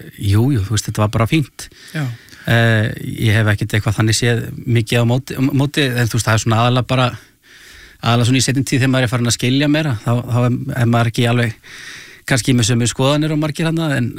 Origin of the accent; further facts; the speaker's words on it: Garðabær, Capital Region, Iceland; also born or lived in Kópavogur; now in Reykjavík, Iceland; Í blábyrjun þá bjó ég í Furugrund í Kópavogi en flutti síðan hóla snemma í Garðabæinn. Og þar ólst ég upp alveg þangað til að maður fó bara að finna sér eina húsnæði sko.